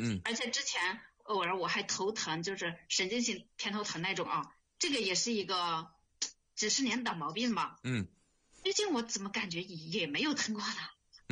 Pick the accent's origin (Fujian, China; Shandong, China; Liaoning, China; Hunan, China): Hunan, China; 我是湖南的。